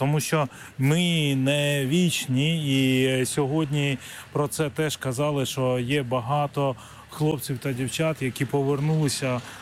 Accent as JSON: {"language": "Ukrainian", "region": "Yerevan", "country": "Armenia", "tie": "born or raised there"}